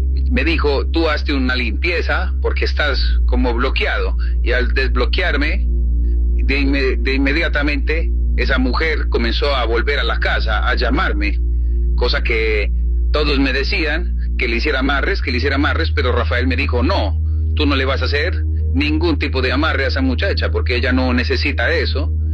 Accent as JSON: {"language": "Spanish", "country": "Peru", "moved": "yes", "lives_now": "United States", "said": "Yo vine del Perú aquí a Estados Unidos. Llegué en el 92, más o menos, aproximadamente."}